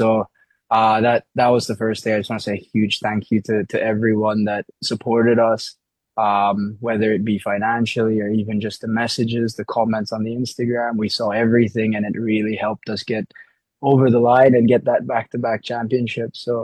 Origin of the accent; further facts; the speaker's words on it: Philippines; I grew up in the Philippines.